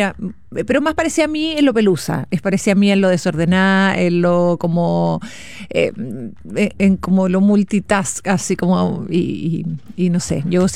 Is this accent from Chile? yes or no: yes; Osorno, Los Lagos, Chile; now in Santiago, Chile; cuando uno es de Osorno, o sea, yo hoy día soy súper santiaguina para mis amigas que siguen viviendo en Osorno, demasiado santiaguina.